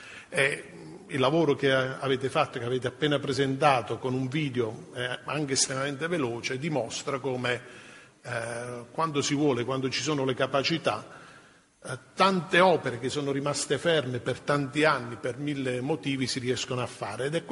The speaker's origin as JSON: {"language": "Italian", "region": "Basilicata", "country": "Italy", "said": "io vengo dalla Basilicata"}